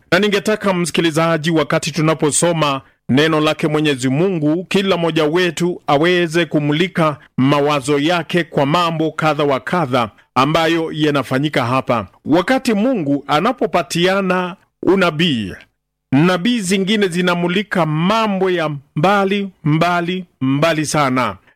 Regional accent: Kenya

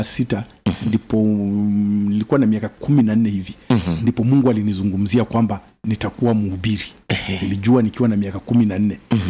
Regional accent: Tanzania; born there; also born or lived in Kenya; nimezaliwa Tanzania. Lakini mama tayari alishahamia Kenya na my siblings, ndugu zangu wengine.

